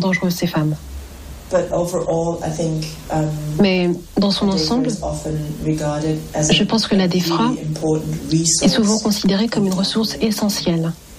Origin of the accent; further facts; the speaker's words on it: Germany; now in Berlin, Germany; je me présente en disant que je suis allemande noire parce qu'il est important de souligner que je suis aussi allemande